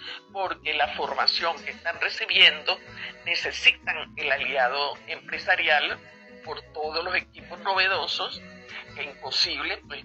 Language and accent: Spanish; Venezuela; nosotros como venezolanos valemos